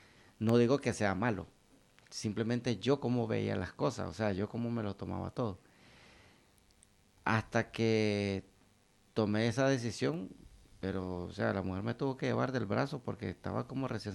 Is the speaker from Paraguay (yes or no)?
no; Nicaragua; moved away as an adult; now in Spain; en mi país, Nicaragua.